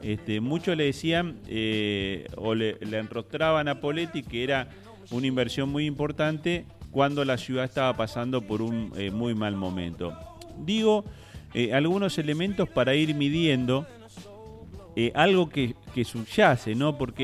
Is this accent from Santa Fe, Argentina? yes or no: yes; Santa Fe, Argentina; born there; now in Santo Tomé, Argentina; yo nací aquí en Santa Fe y los santotomecinos vivo en Santo Tomé